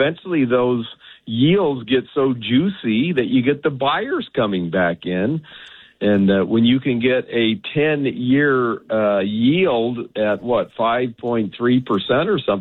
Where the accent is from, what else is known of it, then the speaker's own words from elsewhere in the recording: San Diego, California, United States; a big aircraft carrier just left San Diego, California, my hometown